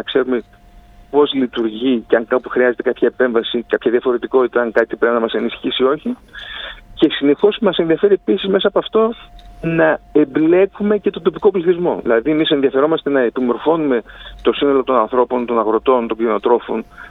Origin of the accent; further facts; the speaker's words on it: Larissa, Thessaly, Greece; εγώ επειδή είμαι Θεσσαλός, μεγάλωσα τη Λάρισα, την αγαπώ τη Λάρισα, την ερευνώ τη Λάρισα και τη Θεσσαλία όλη